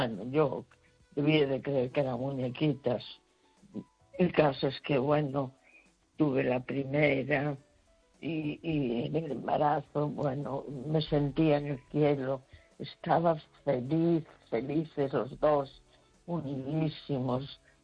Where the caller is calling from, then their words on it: A Coruña, Galicia, Spain; de La Coruña.